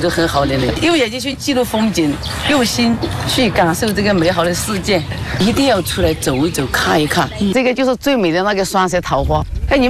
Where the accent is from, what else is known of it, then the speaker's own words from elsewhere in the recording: Sichuan, China; also born or lived in Guangdong; now in Hangzhou, China; 我娘家是四川的，我老公是河南的，是我们两个在广东打工认识的，认识了就上这杭州来摊煎饼30年。